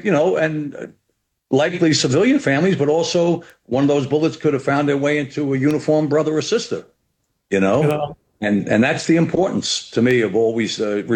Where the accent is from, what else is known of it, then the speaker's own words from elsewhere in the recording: New York City, New York, United States; as a son of the Bronx, I think we picked up a lot of intuitive developmental traits, right?